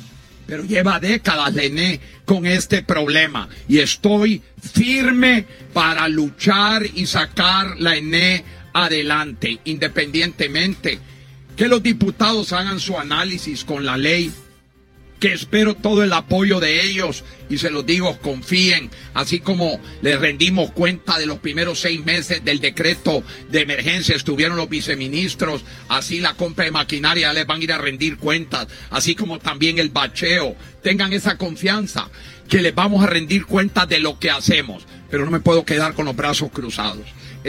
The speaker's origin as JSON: {"language": "Spanish", "country": "Honduras"}